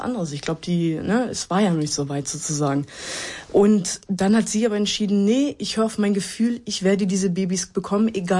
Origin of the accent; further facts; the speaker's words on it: Hanover, Lower Saxony, Germany; ich bin total dankbar, dass ich da aufgewachsen bin, ehrlich gesagt, dass ich immer sagen kann, ich komme aus Hannover-Linden.